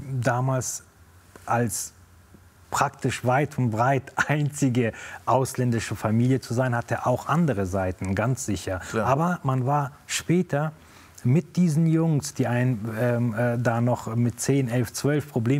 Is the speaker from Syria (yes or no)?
no; Kabul, Afghanistan; born or raised there